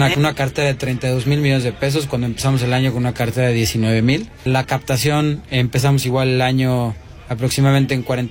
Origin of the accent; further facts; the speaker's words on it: Mexico; nosotros, que somos emprendedores mexicanos